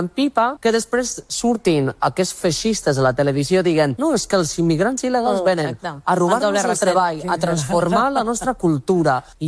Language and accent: Catalan; Magaluf, Balearic Islands, Spain; born or raised there